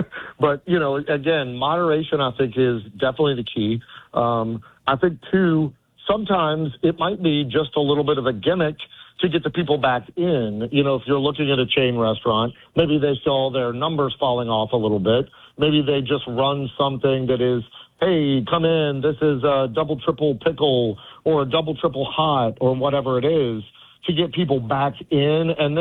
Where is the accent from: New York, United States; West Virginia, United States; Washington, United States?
West Virginia, United States; growing up in West Virginia